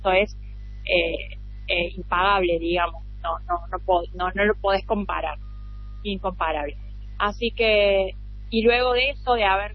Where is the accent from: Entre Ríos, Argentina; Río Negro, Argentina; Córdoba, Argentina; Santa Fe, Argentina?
Córdoba, Argentina; yo soy egresada de la Universidad Nacional de Córdoba. Estudié derecho aquí en mi ciudad